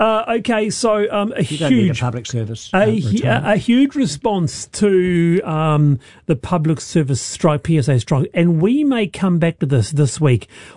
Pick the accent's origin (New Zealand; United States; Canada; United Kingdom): New Zealand; Manurewa, Auckland; And it's a picture of me growing up in Manurewa. And here I am, 8 years old.